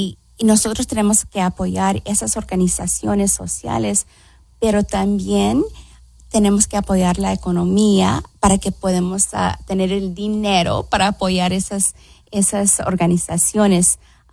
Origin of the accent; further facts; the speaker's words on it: Los Angeles, California, United States; Es, yo me crié en los East LA, en, uh-huh. en el este de Los Ángeles.